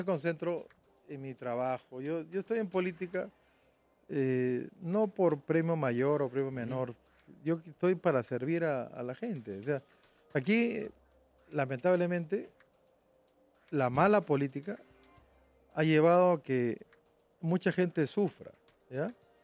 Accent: Chiclayo, Lambayeque, Peru; now in Lima, Peru; Mi primer trabajo... cuando vine de Chiclayo a Lima, fue base de datos.

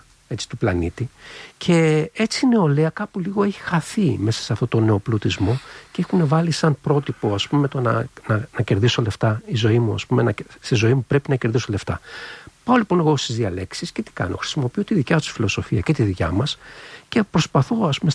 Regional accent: Greece; moved away; also born or lived in China; έλεγα ότι είμαι Έλληνας

